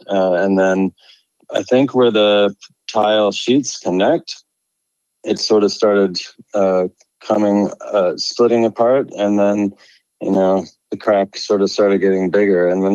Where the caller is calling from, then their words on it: Minneapolis, Minnesota, United States; I'm from Minneapolis, Minnesota.